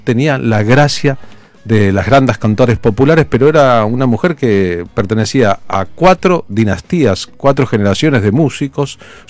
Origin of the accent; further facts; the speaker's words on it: Argentina; porque veo que soy argentino, somos argentinos